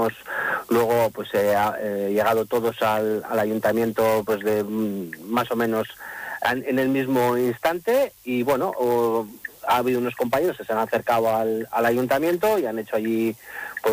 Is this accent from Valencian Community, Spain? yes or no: no; Bilbao, Basque Country, Spain; yo al final soy de Bilbo